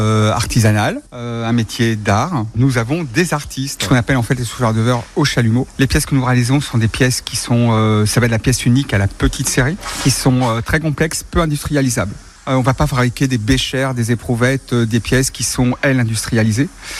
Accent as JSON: {"language": "French", "region": "Centre-Val de Loire", "country": "France", "tie": "born or raised there", "said": "Je suis originaire du Loir-et-Cher."}